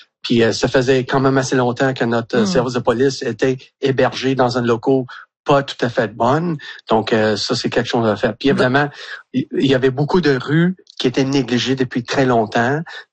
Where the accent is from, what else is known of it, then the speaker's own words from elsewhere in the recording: Petit-Cadillac, Quebec, Canada; Puis moi, je suis natif de Petit-Cadillac, puis même dans les années 70-80, un petit village de 15-16 personnes, on avait une piscine municipale.